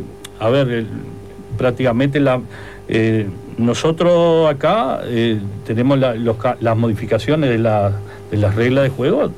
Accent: Uruguay; me dolió lo de Uruguay, obviamente, como uruguayo.

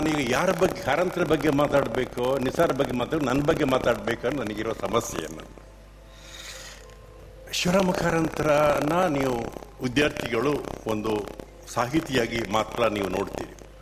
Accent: Puttur, Karnataka, India; ನಾನು ಹುಟ್ಟಿದ್ದು ಪುತ್ತೂರಿನ ಬಳಿಯ ಪುಣಿಚ ಎನ್ನುವ ಗ್ರಾಮದಲ್ಲಿ.

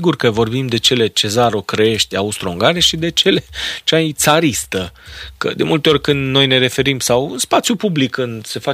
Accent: Romania; noi trebuie să avem o demnitate noastră ca români în Europa

